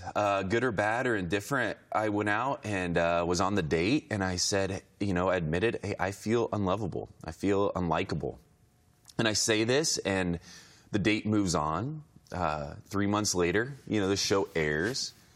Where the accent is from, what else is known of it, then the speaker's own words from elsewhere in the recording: Indiana, United States; I had moved to Denver for my first job. had no friends in Denver. I'm from Indiana originally.